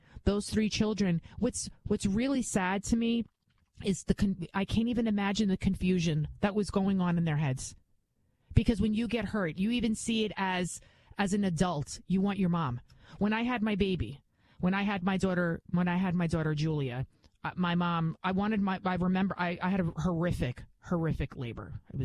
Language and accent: English; The Bronx, New York, United States; You can tell I'm from the Bronx, right?